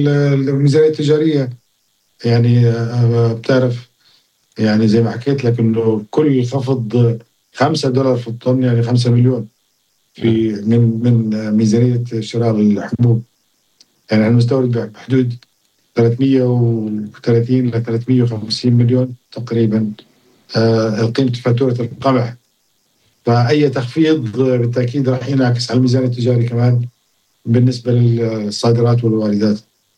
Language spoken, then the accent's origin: Arabic; Jordan